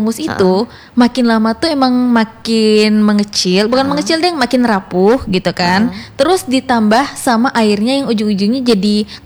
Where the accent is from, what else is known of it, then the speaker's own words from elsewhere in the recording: Kutai Barat, East Kalimantan, Indonesia; now in Samarinda, Indonesia; aku aslinya bukan orang Samarinda sebenarnya. Jadi sampai tahun sekitar 2014 itu tuh aku tinggalnya di Kubar